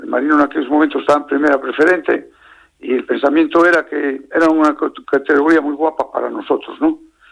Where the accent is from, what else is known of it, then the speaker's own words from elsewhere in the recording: Luanco, Asturias, Spain; Yo quiero que mi pueblo Luanco salga ahí por todos los lados, y eso desde que nací pensé en ello.